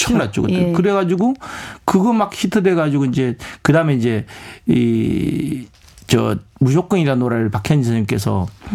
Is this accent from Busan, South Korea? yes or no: no; Samcheok, Gangwon, South Korea; accent: Samcheok dialect (Gangwon with Gyeongsang intonation)